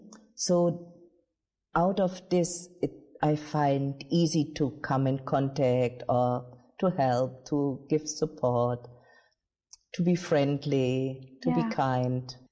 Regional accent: India; I was wondering, because I was just coming from India, looking different than others.

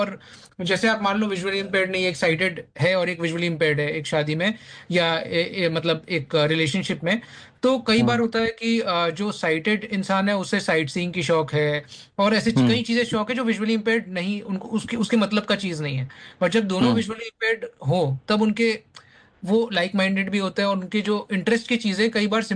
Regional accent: Kolkata, West Bengal, India; ऐसे एक्चुअली मैं जैन हूँ, राजस्थान से हूँ, बट फैमिली हम पहले से ही मेरे बर्थ के पहले ही यहाँ सेटल हो गई थी कैलकटा में.

